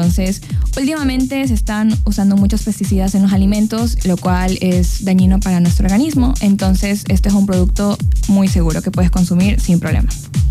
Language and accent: Spanish; Santo Domingo, Santo Domingo de los Tsáchilas, Ecuador; Yo soy de Santo Domingo